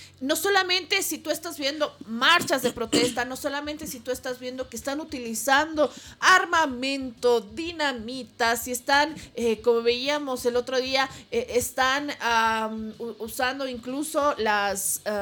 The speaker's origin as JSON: {"language": "Spanish", "country": "Bolivia", "said": "Y los que no estamos de acuerdo con las movilizaciones, ¿no somos también bolivianos?"}